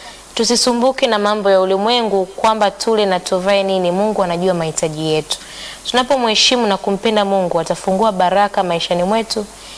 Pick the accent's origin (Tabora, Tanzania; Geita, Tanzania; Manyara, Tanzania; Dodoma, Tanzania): Manyara, Tanzania; Bwana ni mwema. … natokea Manyara.